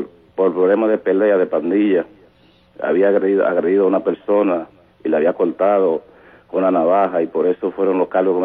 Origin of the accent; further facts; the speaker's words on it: Dominican Republic; also born or lived in New York, United States; now in Rhode Island, United States; Yo vengo de la República Dominicana y viví unos 10 años en la ciudad de Nueva York